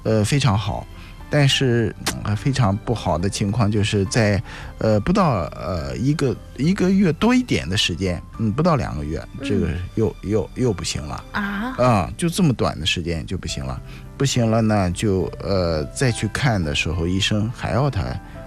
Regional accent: China; 我们中国人

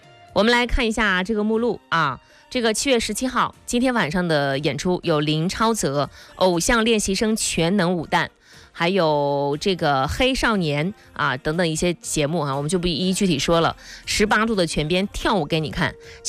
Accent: Jinan, Shandong, China; 就在我的家门口，隆重推荐来到我的家乡青藏泉城明水古城。

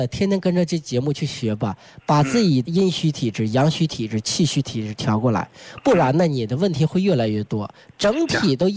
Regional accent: China; 特别是我们中国人

